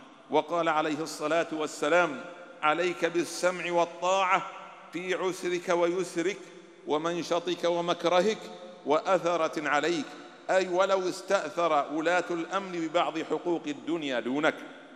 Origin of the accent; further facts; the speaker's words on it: Bahrain; بلادنا البحرين